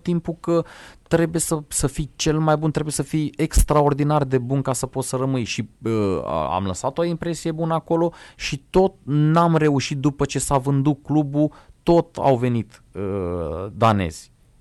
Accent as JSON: {"language": "Romanian", "country": "Romania"}